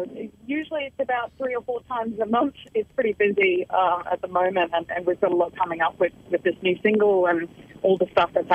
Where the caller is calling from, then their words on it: Brisbane, Queensland, Australia; From Brisbane, actually.